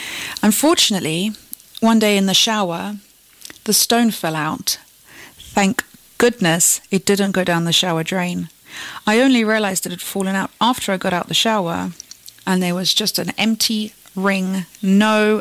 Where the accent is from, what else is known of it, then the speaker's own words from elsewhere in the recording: England, United Kingdom; born there; I was born in England